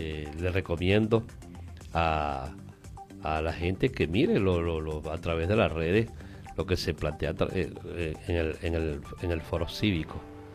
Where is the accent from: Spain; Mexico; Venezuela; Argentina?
Venezuela; nosotros como venezolanos